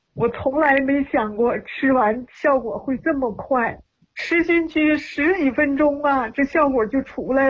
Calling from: Hebei, China; 我是河北的，今年85了。

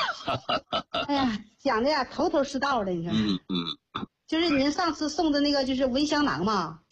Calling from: Northeast China, China; 这我今年呢，就是68，我是东北的

